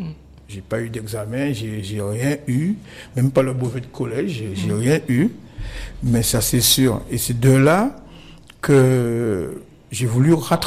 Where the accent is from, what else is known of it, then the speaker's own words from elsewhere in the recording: North Grande-Terre, Guadeloupe; also born or lived in Anse-Bertrand / Petit-Canal; je suis Nord Grande-Terrien.